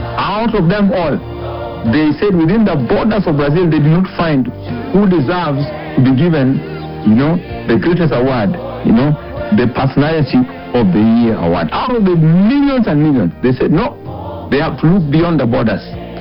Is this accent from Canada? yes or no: no; Kenya; My mind is really repent as a Kenyan when I saw what really has happened